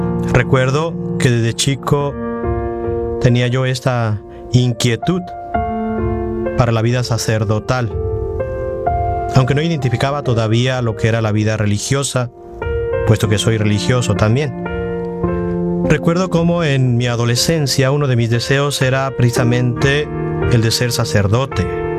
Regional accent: Magdalena, Jalisco, Mexico; Soy originario de Magdalena, Jalisco. Pertenezco a una familia en donde fuimos 8 hermanos. Soy el 5º de ellos.

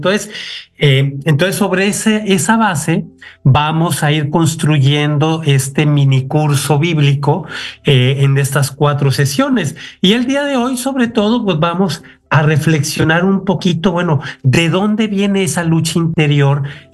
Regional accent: Aguascalientes, Mexico; moved away as an adult; also born or lived in Colombia / Spain / Rome / Ecuador; yo soy de Aguascalientes, México, y empecé en el seminario hace 40 años. Empecé en el seminario a mis 18 años

